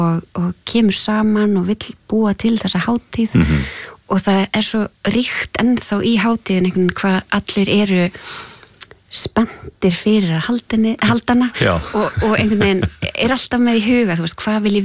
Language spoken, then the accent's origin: Icelandic; Húsavík, Northeastern Region, Iceland; Ég fætt á uppalinn á Húsavík og var þar í æðislegu tónlistarnámi